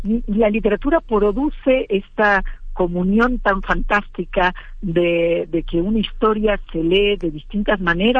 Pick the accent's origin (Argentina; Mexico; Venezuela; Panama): Argentina; moved away